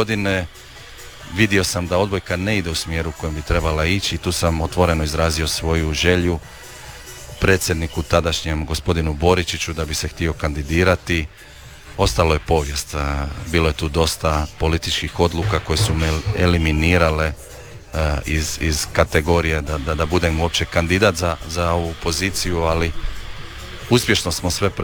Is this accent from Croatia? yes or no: yes; Bibinje, Zadar County, Croatia; u mojem mjestu iz kojeg sam ja potekao.